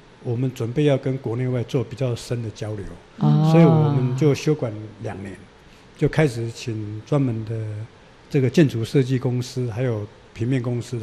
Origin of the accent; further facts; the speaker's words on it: Keelung, Taiwan; 因为我是在基隆八斗子渔村土生土长的海边人，我是海边